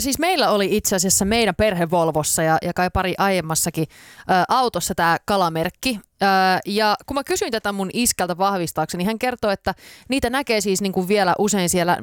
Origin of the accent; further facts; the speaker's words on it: Central Ostrobothnia, Finland; joka koetaan myös ikään kuin Suomen Bible Belt-alueena tuolla Keski-Pohjan maalla, josta mä oon itsekin kotoisin